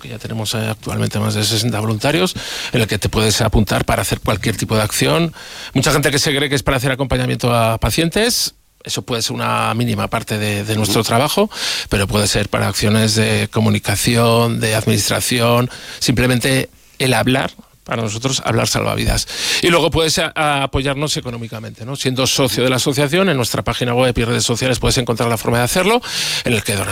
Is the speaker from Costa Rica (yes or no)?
no; Aragon, Spain; Naciendo desde Zaragoza, y como soy aragonés, soy testarudo, cabezón e intenso.